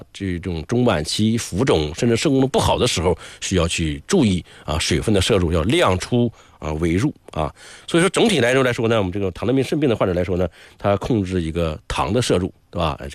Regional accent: China; 我们中国人

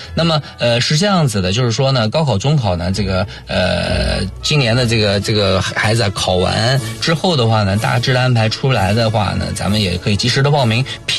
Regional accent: Nanjing, Jiangsu, China; 我们南京人

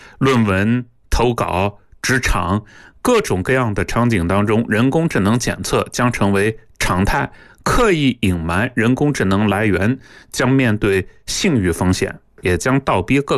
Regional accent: China

